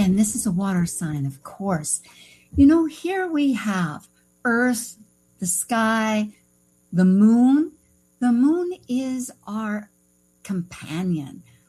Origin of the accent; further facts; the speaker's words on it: San Francisco, California, United States; born there; also born or lived in US West Coast; I was born in San Francisco, but I lived all up and down the West Coast and I traveled other places.